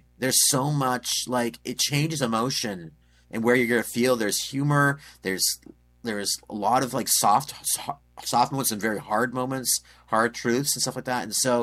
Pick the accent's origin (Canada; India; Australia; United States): Canada; Manitoba; moved away; I grew up in Manitoba. So I grew up not very far from where she was born and raised.